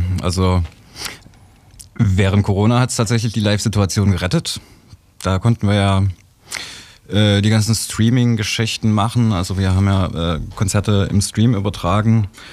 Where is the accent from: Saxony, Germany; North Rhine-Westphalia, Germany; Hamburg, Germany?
Saxony, Germany; Wurzen; now in Leipzig, Germany; ich komme aus Wurzen